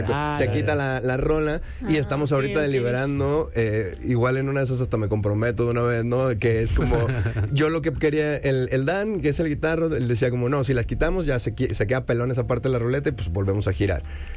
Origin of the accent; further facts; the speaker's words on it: Guadalajara, Jalisco, Mexico; moved away as an adult; now in Mexico City, Mexico; somos de Guadalajara, nos vinimos a vivir a la Ciudad de México.